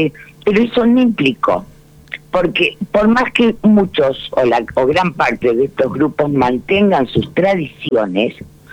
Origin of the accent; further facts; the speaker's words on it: Argentina; Esta mezcla nos hizo muy especiales como argentinos.